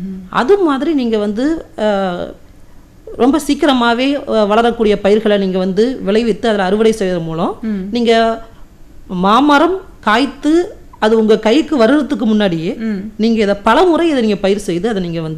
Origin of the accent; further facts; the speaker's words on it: Karaikal, Puducherry, India; நான் காரைக்கால் மண்ணை சேர்ந்தவன் தான் மேடம். காரைக்கால் கோட்டுச்சேரிக்கு பக்கத்தில் புத்தக்குடிங்கிற கிராமத்திலேருந்து நான் வரேன் மேடம்.